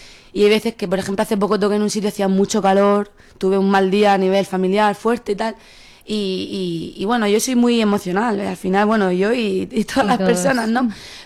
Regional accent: Valencian Community, Spain; La Vega Baja es un sitio entrañable y la verdad que me encanta de donde soy.

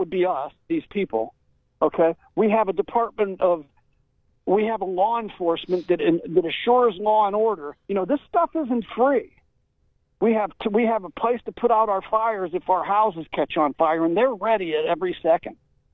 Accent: Aurora, United States; I grew up in Aurora.

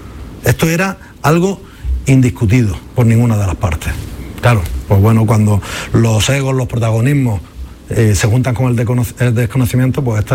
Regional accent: Spain; Pero evidentemente pues yo como español tengo tengo el derecho

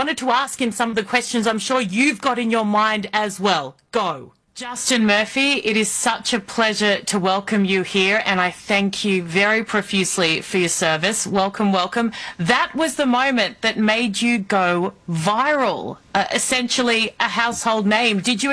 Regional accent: Australia; clearly not Mark Levin. I'm an Australian broadcaster.

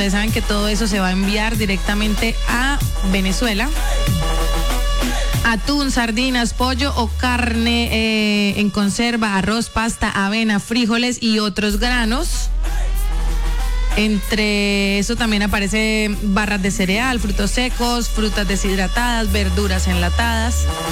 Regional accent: Colombia; nos unamos como ciudad, como país, como colombianos

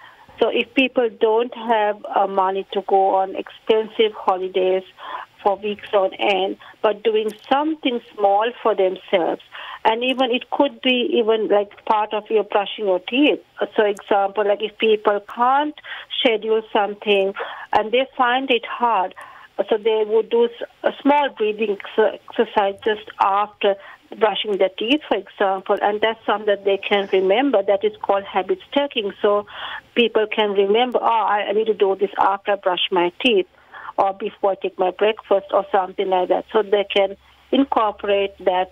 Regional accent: Sri Lanka; first language Sinhala; English is a second language; Yes, so I'm from Sri Lanka, as I said, so I speak Sinhalese. I'm fluent in my language.

